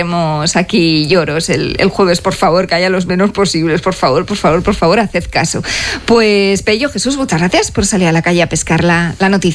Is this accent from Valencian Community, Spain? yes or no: yes; Alicante, Valencian Community, Spain; Pues mira, soy de Alicante y ahí se ve el 99% y vamos a subir un poquito a Valencia, que se ve al 100%.